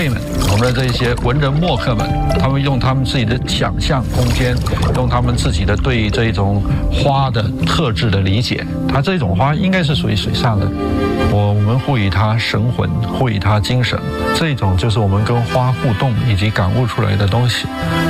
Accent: China

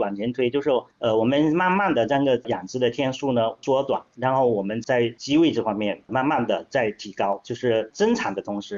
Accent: Guangdong, China; 广东人喜欢煲汤用这个走地鸡或是这个老母鸡啊，这是我们广东人的一个经验的总结

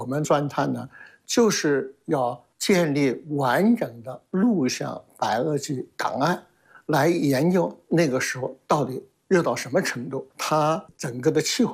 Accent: China

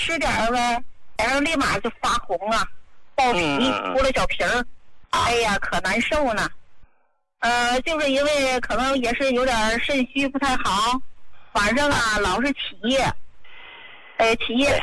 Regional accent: Hebei, China; now in Beijing, China; 我今年呢60多岁了，我是河北人、嗯、现在呀、啊、是在北京给闺女带孩子呢。

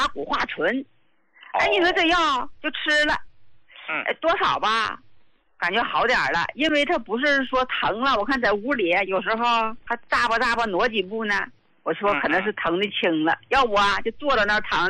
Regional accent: Jiangsu, China; 我是江苏的

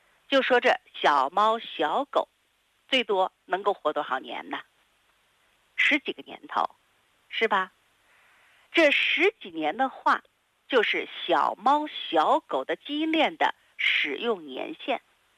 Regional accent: China

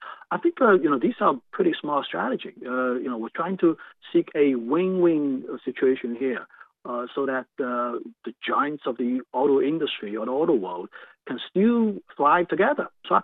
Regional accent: Shanghai, China; English is a second language; I remember I was brought up in Shanghai in 1990s. In Shanghai, you see no car other than Volkswagen cars, basically.

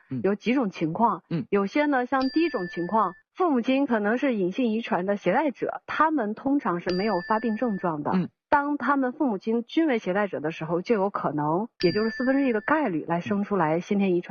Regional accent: China

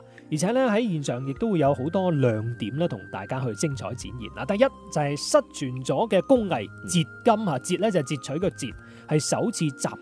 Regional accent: Lingnan, China; 我哋岭南人都觉得好大好夸张噶咯。

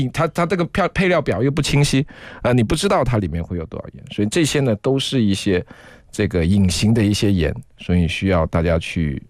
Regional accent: Chaoshan, Guangdong, China; 像我们潮汕人也好，广东人也好，我们做饭很讲究。

